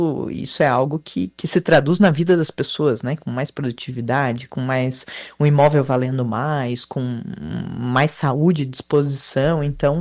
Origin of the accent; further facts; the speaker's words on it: Joinville, Santa Catarina, Brazil; eu estou em São Paulo hoje, mas eu sou de Joinville.